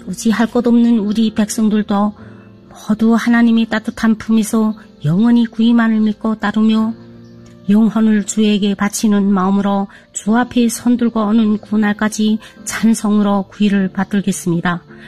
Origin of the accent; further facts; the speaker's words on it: Chongjin, North Hamgyong, North Korea; 청진시 포항구역 북향동에서 온